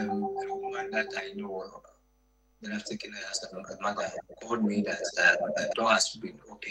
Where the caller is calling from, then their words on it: Kumasi, Ashanti, Ghana; I'm calling from Kumasi.